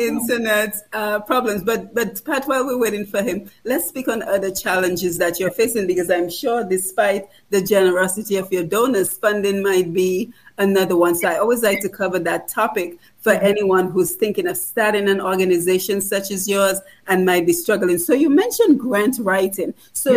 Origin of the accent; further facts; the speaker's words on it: Roseau, Saint George, Dominica; moved away; I grew up in Roseau, I actually learned to speak Creole